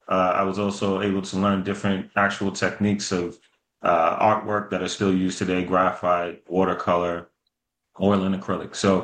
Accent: New York City, New York, United States; I grew up in the Bronx, New York.

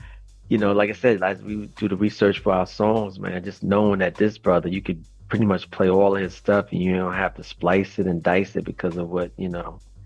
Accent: North Babylon, New York, United States; growing up in North Babylon and Wyandanch was the next town over

